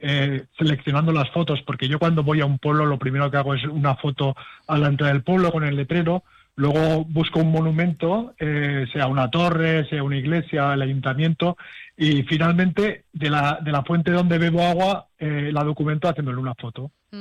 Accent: Casas Bajas, Valencian Community, Spain; Y acabé en mi pueblo, en Casas Bajas

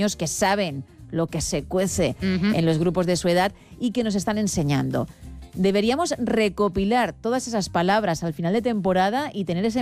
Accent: Italy; first language Italian; Spanish is a second language; Yo, ya sabéis, por mi tierra, por Italia, controlo obviamente el italiano.

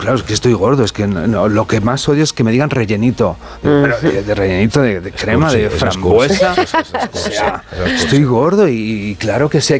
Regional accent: Castile, Spain; yo soy castellano.

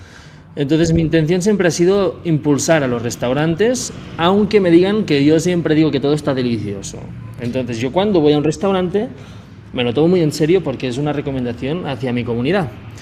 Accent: Spain; como un español que apenas ha probado comida mexicana

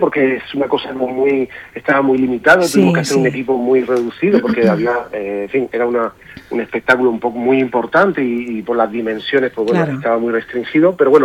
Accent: Region of Murcia, Spain; El poder quedarme en mi tierra

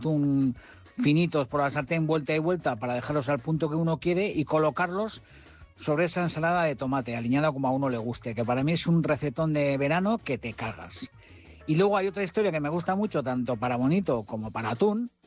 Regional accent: Hondarribia, Basque Country, Spain; born there; Yo soy nacido en Hondarribi y yo soy bonitero del norte a tope.

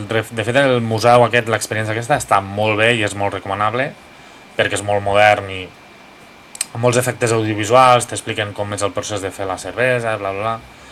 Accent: Lleida, Catalonia, Spain; jo que sóc de Lleida, sóc valent

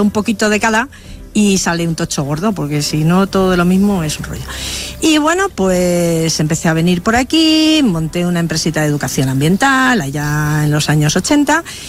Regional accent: Madrid, Community of Madrid, Spain; Nacida en Madrid. Chamberí.

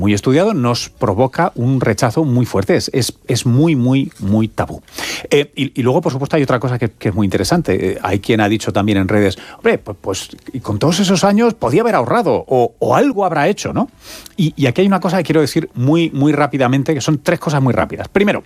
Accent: Tomelloso, Castilla-La Mancha, Spain; El de mi padre, mi familia. … de Tomelloso.

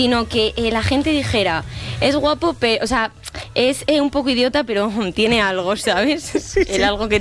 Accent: Salamanca, Castile and León, Spain; Y soy salmantina.

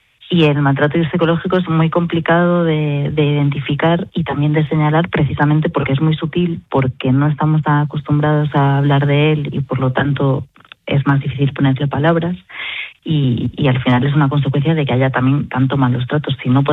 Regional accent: Galicia, Spain; now in Oviedo, Spain; Sí, bueno, llevo 5 años en Oviedo, o sea que soy gallega de nacimiento, pero también de identidad.

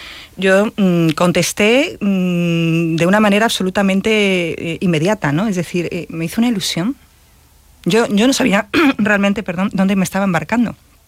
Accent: Málaga, Andalusia, Spain; Yo Málaga siempre, como es mi ciudad natal

